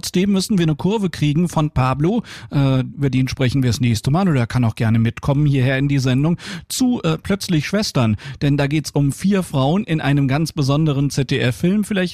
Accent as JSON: {"language": "German", "region": "Hesse", "country": "Germany", "tie": "born or raised there", "said": "die kann man sehr gut mit einem hessischen Sprichwort aus meiner Heimat zusammenfassen"}